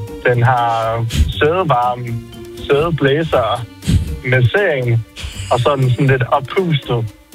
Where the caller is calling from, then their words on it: Fredericia, Region of Southern Denmark, Denmark; Jeg er hjemme i Fredericia.